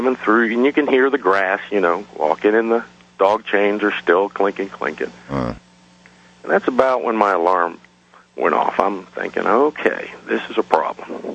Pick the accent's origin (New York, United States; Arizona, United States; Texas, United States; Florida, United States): New York, United States; Freeport; 17-year-old, I'm not scared of much, especially growing up in New York